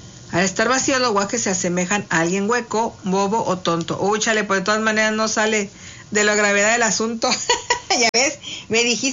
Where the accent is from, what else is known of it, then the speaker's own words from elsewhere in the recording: Mexico; sí somos mexicanos de veras, de veritas, somos mexicanos, en serio, y señor, bueno, de acá del norte